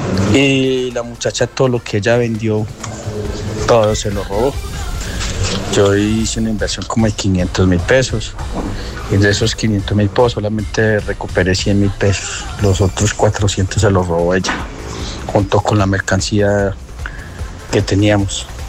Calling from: Dosquebradas, Risaralda, Colombia; No, soy de Subile. Aquí reportando sintonía desde el barrio Los Naranjos, en Dos Quebradas.

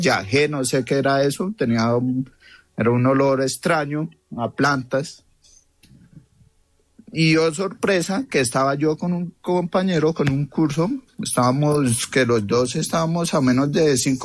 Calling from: Bogotá, Colombia; yo soy de Bogotá

